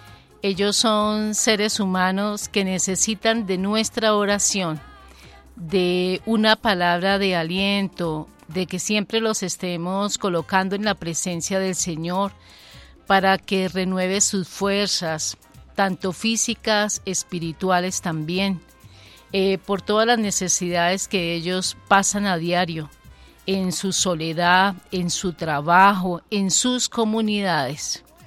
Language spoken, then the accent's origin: Spanish; Colombia